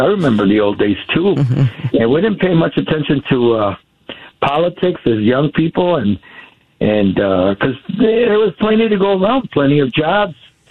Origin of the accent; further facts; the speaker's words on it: California, United States; I grew up on 18th in California.